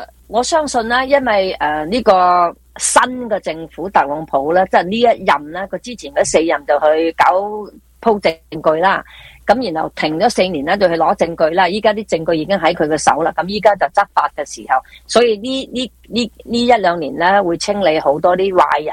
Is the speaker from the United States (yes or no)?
yes; California, United States; 上帝祝福我哋加州人呢